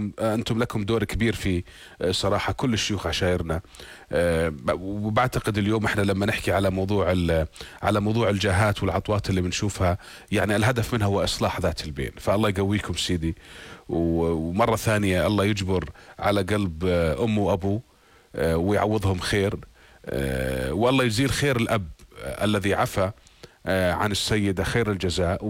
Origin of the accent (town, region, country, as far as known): Jordan